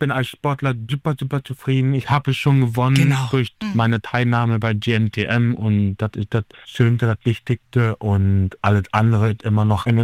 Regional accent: Neubrandenburg, Mecklenburg-Vorpommern, Germany; Na klar, bleibt Neubrandenburg meine Heimatstadt im Herzen auch vor allem, weil meine Familie wohnt ja dort.

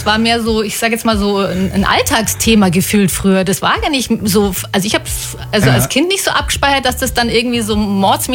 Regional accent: Munich, Bavaria, Germany; born there; wir sind beide gebürtige Münchner und Münchnerinnen.

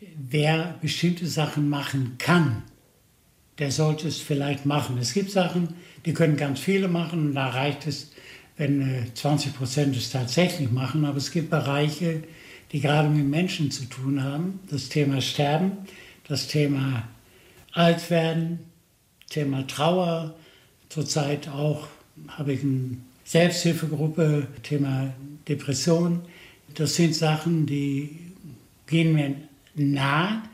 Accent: Netherlands; now in Germany; als Niederländer, sage ich jetzt mal

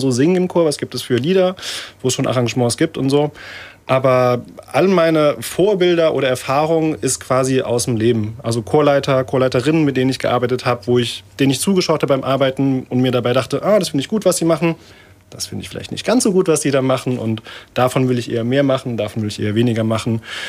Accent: Germany; anscheinend ist mein Akzent wohl okay dafür, dass ich eine Kartoffel bin.

